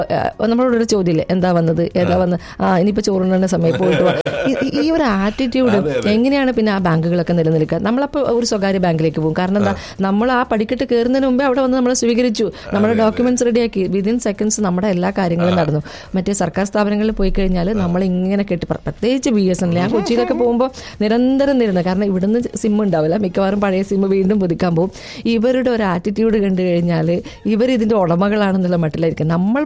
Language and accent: Malayalam; Kerala, India; now in Dubai, United Arab Emirates; മലയാളി എന്ന നിലയിൽ, ഇന്ത്യൻ എന്ന നിലയിൽ